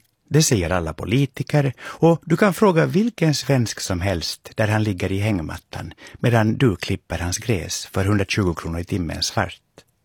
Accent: Finland; first language Swedish; moved away as an adult; now in Stockholm, Sweden; jag är ju finlandssvensk. Jag kan inte ens finska, jag kan bara svenska.

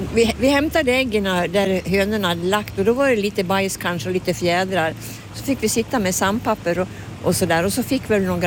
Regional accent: Rättvik, Dalarna County, Sweden; det var att bada i Siljan och vi gick i simskola där. Och sen är vi uppvuxen på lantbruksskolan, numera Stjärnöksgymnasiet.

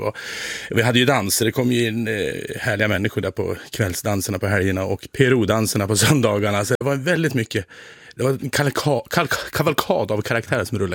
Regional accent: Alfta, Gävleborg County, Sweden; also born or lived in Bollnäs / Söderhamn; now in Gävle, Sweden; vi är ju från Alfta. Kristian och jag, Alftabyn. Sen blev det småstaden Bollnäs. Sen flyttade vi ännu längre ut mot småstaden Söderhamn. Min kollega Olle är kvar i Hälsingland, men jag flyttade hit till Gävle.

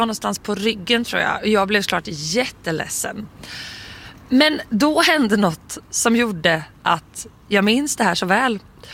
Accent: Blekinge, Sweden; Det fanns också inte så många där jag växte upp i Blekinge.

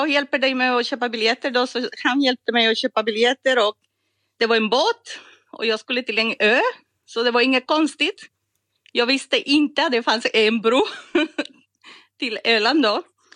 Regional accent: Costa Rica; Jag kommer från Costa Rica. Och har studerat i Polen då på 90-talet.

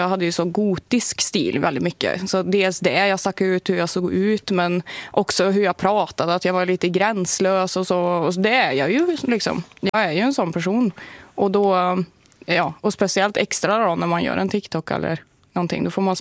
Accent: Värmland, Sweden; jag är från Värmland liksom, så då kan jag bre på det lite grann.

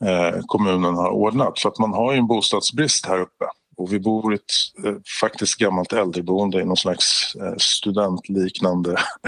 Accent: Stockholm, Stockholm County, Sweden; moved away as an adult; now in Gällivare, Sweden; innan jag flyttade så tänkte jag att jag skulle bli lite illa sedd för att jag kommer från Stockholm.

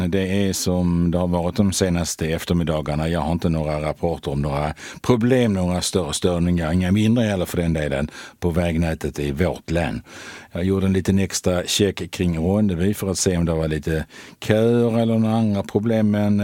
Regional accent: Skåne, Sweden; eftersom jag är skåning.

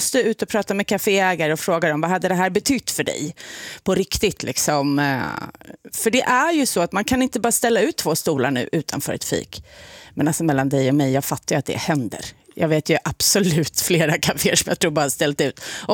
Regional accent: Stockholm, Stockholm County, Sweden; now in Gothenburg, Sweden; du förstår inte vad jag har gjort för den här stan som stockholmare.

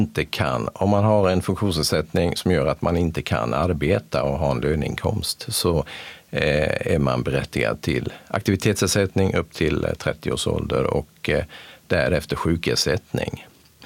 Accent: Sweden; det här är den viktigaste försäkringen som vi svenskar har.

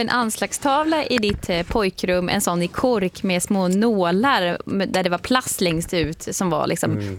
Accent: Oskarshamn, Kalmar County, Sweden; moved away; hemma i Oskarshamn när jag var liten.

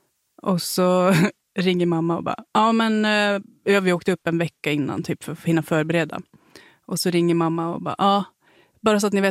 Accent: Norrbotten County, Sweden; Och lite om hur våran kvinnliga identitet har formats utifrån att vi har vuxit upp i Tornedalen.

